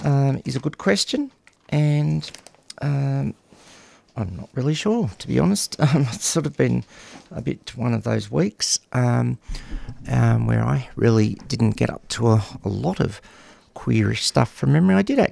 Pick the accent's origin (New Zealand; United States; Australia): Australia; Newcastle, New South Wales; I came from Newcastle, north of Sydney, if my little brain remembereth rightly.